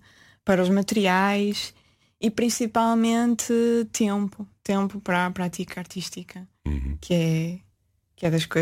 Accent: Peso da Régua, Norte, Portugal; moved away as an adult; also born or lived in Póvoa de Varzim; now in Porto, Portugal; na Régua, sim. E também na Folgosa. Eu estive desde o pré-escolar até o quarto ano numa escola na Folgosa. Tenho uma grande ligação ao Douro, à Régua e à Folgosa também.

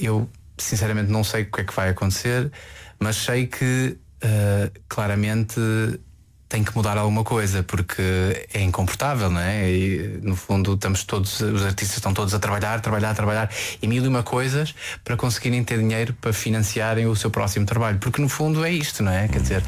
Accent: Porto, Norte, Portugal; also born or lived in Azores; eu nasci nos Açores e, ou seja, na realidade vivi quase a minha vida toda no Porto, em território nacional.

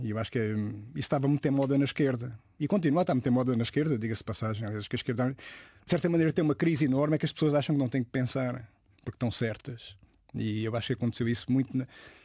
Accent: Évora, Alentejo, Portugal; Não. Eu vim de Évora com...

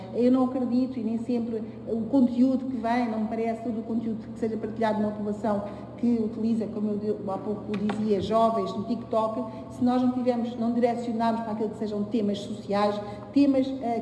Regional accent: Angola; born there; Eu nasci em Angola e não conheço tão pouco todas as províncias

